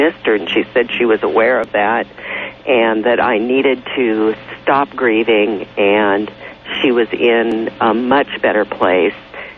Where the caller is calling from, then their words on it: Enumclaw, Washington, United States; I'm calling from the Enumclaw, Washington.